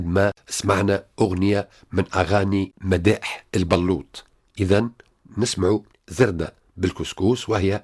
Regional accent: Tunisia

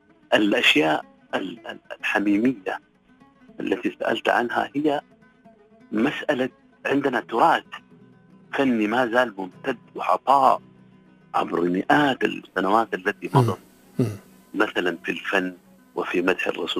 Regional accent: Sudan

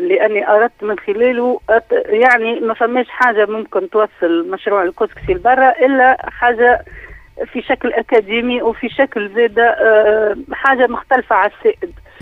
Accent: Tunisia

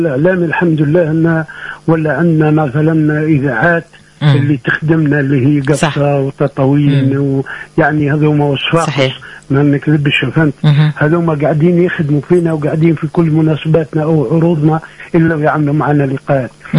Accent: southern Tunisia, Tunisia; accent: Saharan Tunisian dialect; يعني ما نصورش أنه ممكن ناخذ نص من غير مثلا صحراويتي، يعني ممكن يكون نص من تطاوين، من مدنين

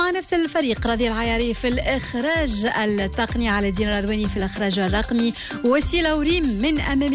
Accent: Tunisia

